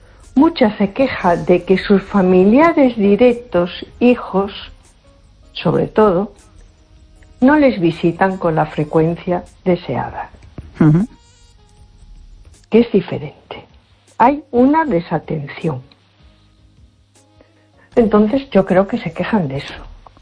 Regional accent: A Coruña, Galicia, Spain

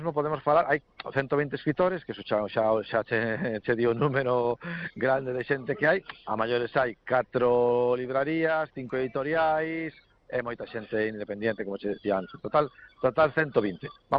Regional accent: Bañobre, Galicia, Spain; se o digo polo meu pueblo, non, Bañobre, quer dicir, non somos nin concello, temos unha verbena, non?

